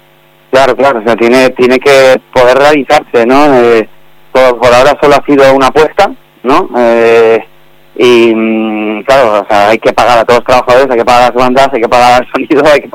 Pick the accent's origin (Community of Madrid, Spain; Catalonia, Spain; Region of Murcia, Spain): Community of Madrid, Spain; Madrid; moved away as an adult; also born or lived in Málaga; now in Amurrio, Spain; Nací en Málaga, me crié sí, en Madrid